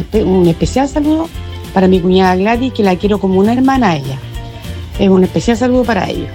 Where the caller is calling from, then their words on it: Chile; de Boca Azul.